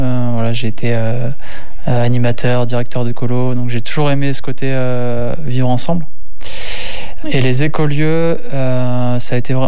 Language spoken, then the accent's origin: French; northern France, France; now in Charente, France; Ouais, donc effectivement, j'ai grandi dans le nord, mais un stage de fin d'études m'a amené à vivre en Charente